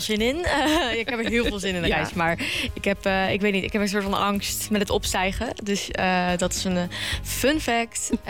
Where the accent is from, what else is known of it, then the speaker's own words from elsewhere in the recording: Bergen op Zoom, North Brabant, Netherlands; Ik kom zelf uit Bergen op Zoom, dus daar hebben we ook een hele leuke zaal.